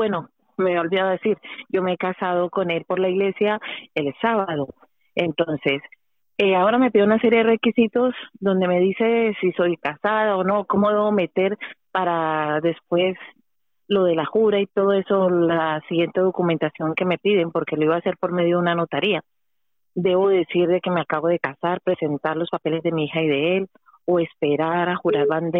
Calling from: Madrid, Community of Madrid, Spain; de Vallecas.

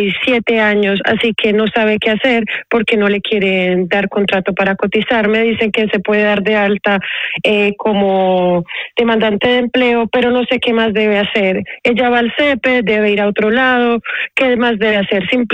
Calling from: Galicia, Spain

